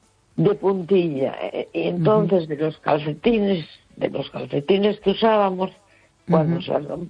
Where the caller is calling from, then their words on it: A Coruña, Galicia, Spain; de la Coruña.